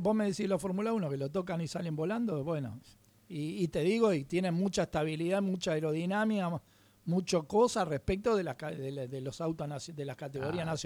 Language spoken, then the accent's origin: Spanish; Argentina